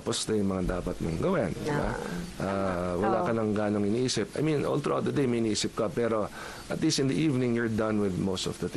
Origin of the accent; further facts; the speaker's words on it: San Juan, Metro Manila, Philippines; Kasi, again, I've lived here all my life. I was born in San Juan, Cardinal Santos Medical Center, December 5, 1977. Buong buhay ko, all 48 years dito po ako.